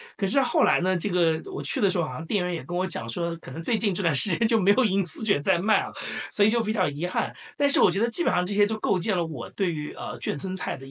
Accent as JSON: {"language": "Chinese", "region": "Anhui", "country": "China", "tie": "born or raised there", "also_born_or_lived": "Shanghai", "moved": "yes", "said": "因为我老家是安徽嘛，然后又在上海生活了十几年"}